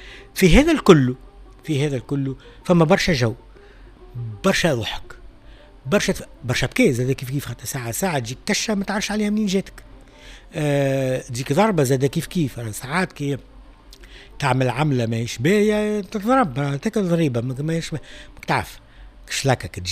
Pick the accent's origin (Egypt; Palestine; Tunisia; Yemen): Tunisia